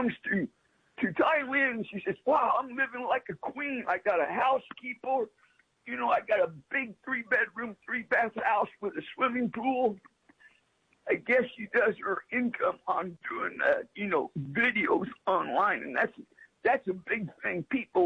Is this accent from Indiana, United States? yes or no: yes; Indiana, United States; born there; Boy, I was born in Indiana, and it's really saddening to see what's happening in Indiana right now.